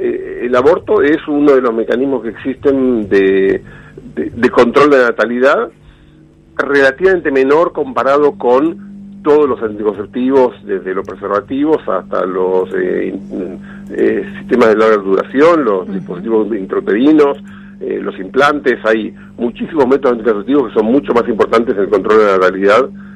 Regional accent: Argentina; Hoy somos en Argentina, unos 47 millones.

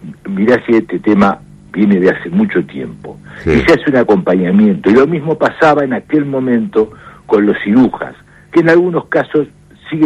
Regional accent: Rafaela, Santa Fe, Argentina; yo vengo de Rafaela, trabajé mucho tiempo en la municipalidad de Rafaela.

